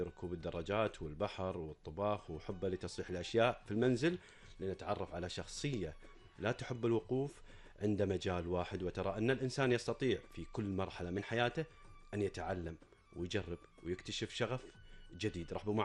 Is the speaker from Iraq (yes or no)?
no; Kuwait; احنا كشباب كويتيين وبنات كويتيات